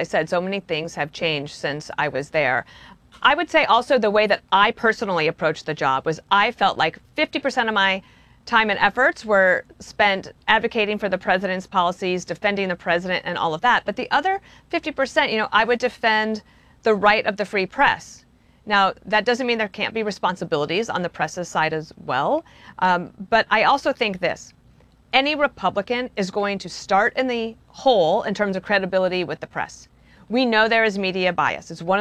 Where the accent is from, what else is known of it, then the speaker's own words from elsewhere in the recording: New York, United States; as a New Yorker, I will tell you